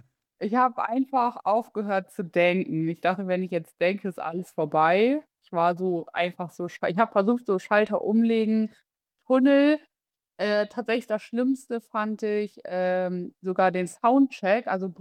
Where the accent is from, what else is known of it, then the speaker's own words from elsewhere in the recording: Bremen, Germany; ich bin aufgewachsen in Bremen-Nord.